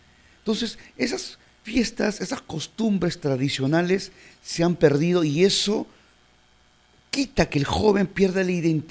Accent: Lima, Peru; Yo soy de José Gálvez.

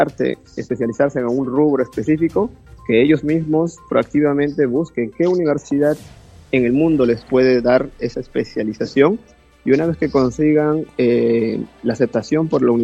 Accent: Peru; nosotros como peruanos

